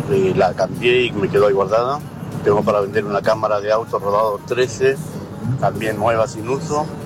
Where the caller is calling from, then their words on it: Carmen de Patagones, Buenos Aires Province, Argentina; Soy de Patagones